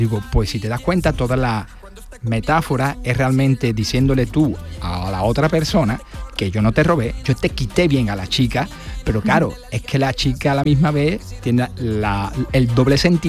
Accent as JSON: {"language": "Spanish", "region": "Andalusia", "country": "Spain"}